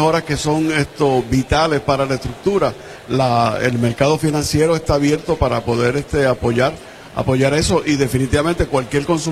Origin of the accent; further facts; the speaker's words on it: Puerto Rico; Un producto de calidad, y estamos fabricando aquí en Puerto Rico, somos puertorriqueños.